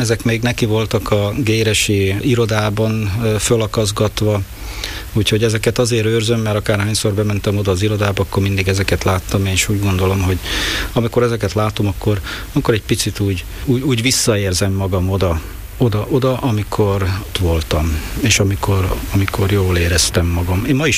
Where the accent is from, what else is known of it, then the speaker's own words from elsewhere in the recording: Hungary; én itthon vagyok, innen származom, mondhat bárki bármit, én szeretem ezt a vidéket.